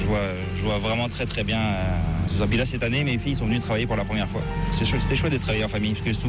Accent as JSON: {"language": "French", "region": "Brittany", "country": "France", "said": "Finistère."}